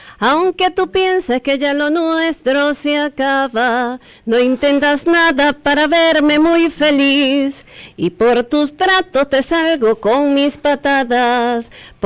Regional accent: Venezuela; la música llanera es lo que nos representa como venezolanos

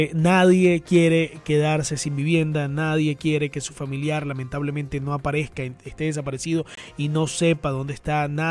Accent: Venezuela; Somos venezolanos.

